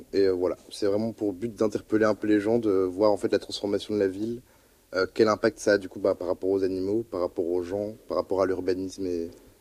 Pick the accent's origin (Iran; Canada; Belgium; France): Belgium; Couvin, Wallonia; moved away as an adult; now in Brussels, Belgium; Moi, de base, je viens de la Wallonie. Je viens un peu du fin fond, dans la région de Couvain. Vraiment la campagne.